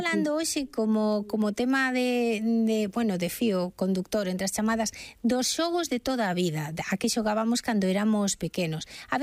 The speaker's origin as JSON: {"language": "Galician", "town": "Vigo", "region": "Galicia", "country": "Spain", "tie": "born or raised there", "said": "Mira, eu vivín cando era pequena en Vigo"}